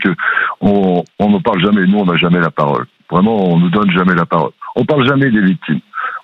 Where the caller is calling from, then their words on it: Nouvelle-Aquitaine, France; De Charente, à côté d'Angoulême.